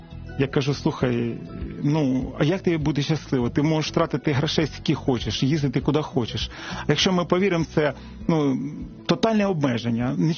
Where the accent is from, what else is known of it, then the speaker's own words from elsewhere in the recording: Hostomel, Kyiv Oblast, Ukraine; Ну, народився я в Київській області, селище Гостомель, в 1970 році. Закінчив там 10 класів і поступив в Сумський державний педагогічний університет.